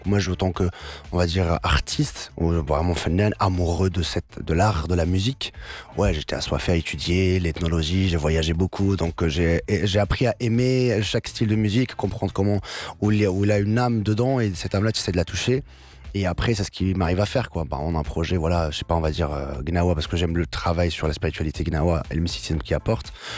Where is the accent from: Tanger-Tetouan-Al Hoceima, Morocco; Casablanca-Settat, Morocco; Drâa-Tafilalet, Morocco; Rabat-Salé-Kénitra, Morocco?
Tanger-Tetouan-Al Hoceima, Morocco; Tangier; donc moi j'habitais déjà à Tanger, donc d'une famille casablancaise, mais j'ai grandi à Tanger parce que mon papa il s'est installé là